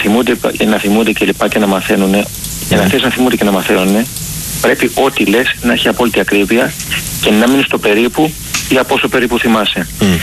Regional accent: Greece; οπαδοί οι οποίοι είμαστε Έλληνες

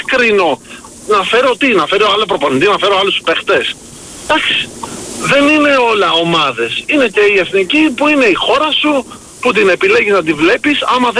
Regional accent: Greece; είμαι Έλληνας

